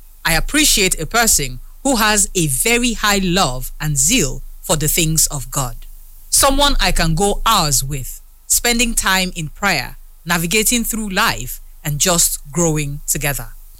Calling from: Port Harcourt, Rivers, Nigeria; I'm texting from Port Harcourt.

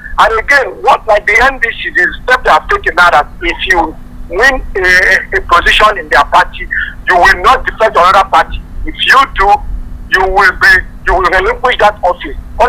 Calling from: Nigeria; I'm calling from Palm Street.

